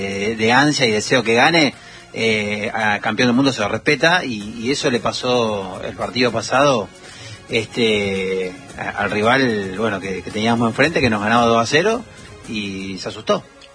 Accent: Argentina; pero bueno, nosotros somos Argentina

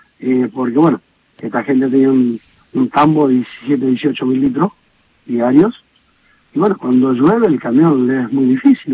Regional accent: Aurelia, Santa Fe, Argentina; born there; Yo nací en Aurelia, tengo 62 años.

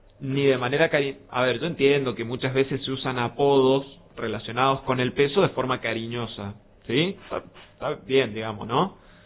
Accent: Argentina

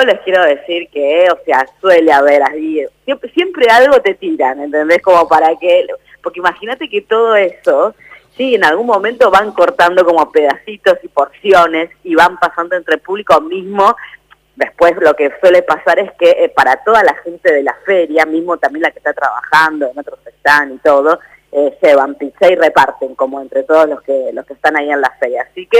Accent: Argentina

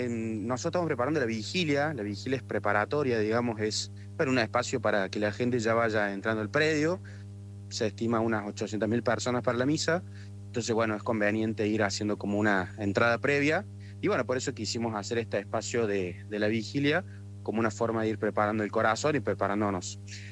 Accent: Córdoba, Argentina; creo que eso nos va a hacer mucho bien como cordobeses y como argentinos.

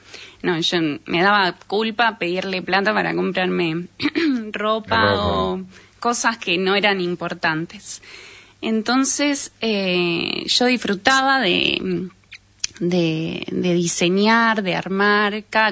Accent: Pergamino, Buenos Aires Province, Argentina; born there; yo nací en Pergamino, provincia de Buenos Aires

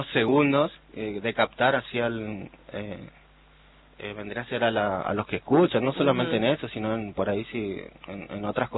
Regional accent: Resistencia, Chaco, Argentina; soy de acá, de Resistencia.

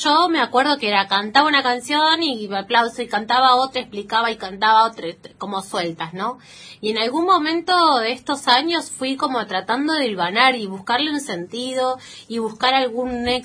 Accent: Bahía Blanca, Buenos Aires Province, Argentina; moved away as an adult; now in Buenos Aires, Argentina; yo soy de Bahía Blanca, y me fui a estudiar a Buenos Aires, y quedé en Buenos Aires

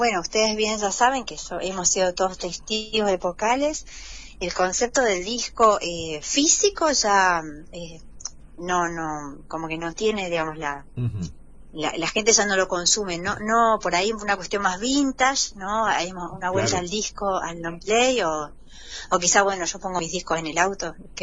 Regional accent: Paso de los Libres, Corrientes, Argentina; moved away; en Paso de los Libres, poder cantarlos ahí en mi tierra

